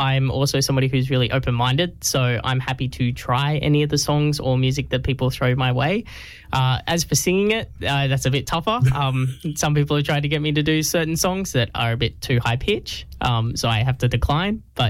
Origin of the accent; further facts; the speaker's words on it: Grafton, New South Wales, Australia; born and raised for my whole life, all 22 years of it.